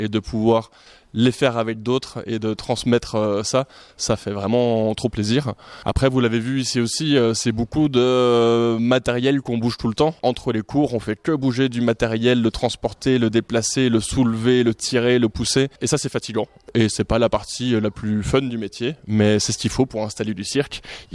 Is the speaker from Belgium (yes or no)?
yes; Brussels, Brussels-Capital Region, Belgium; moved away; Je viens de Bruxelles, c'est toujours la capitale de la Belgique d'ailleurs, et c'est une grosse ville